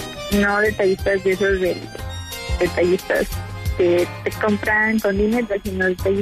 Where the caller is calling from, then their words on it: Coacalco, State of Mexico, Mexico; Vivo en Coacalco.